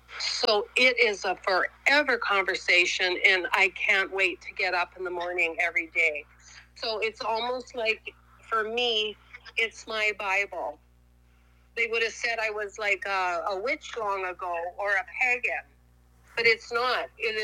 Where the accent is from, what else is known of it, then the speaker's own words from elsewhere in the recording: Ontario, Canada; I'm from Northwestern Ontario. As a fact, right now I'm on a little island called, we just call it Firefly Island because it's a tiny little island and there's lots of fireflies